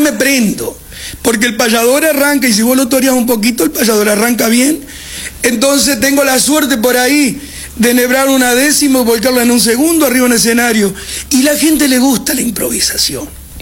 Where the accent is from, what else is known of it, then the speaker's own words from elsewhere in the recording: Melo, Argentina; soy de Melo.